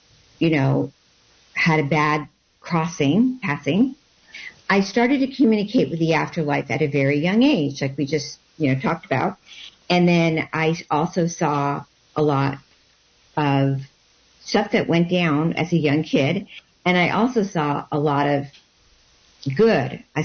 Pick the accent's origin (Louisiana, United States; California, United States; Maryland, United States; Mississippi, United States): California, United States; Los Angeles; also born or lived in Compton; growing up in Los Angeles, I was born in Compton, and growing up in Los Angeles